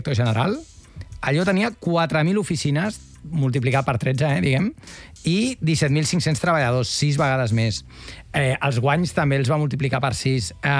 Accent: Catalonia, Spain; I com a català, i aquí em poso solemne

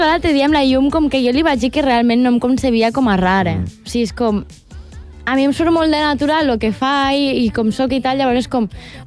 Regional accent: Lleida, Catalonia, Spain; Soc de Lleida.

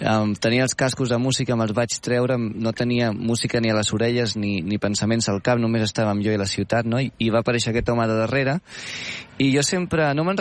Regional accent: Barcelona, Catalonia, Spain; Sí, jo sóc de Sant Andreu.

